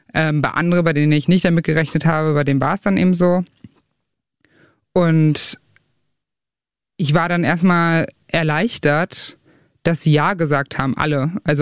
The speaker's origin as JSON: {"language": "German", "region": "Saxony-Anhalt", "country": "Germany", "said": "dass da in Teilen Ostdeutschlands und Sachsen-Anhalt und der Altmark, wo ich herkomme, dass da so eine Parallelöffentlichkeit und Parallelwelt so ein bisschen entsteht"}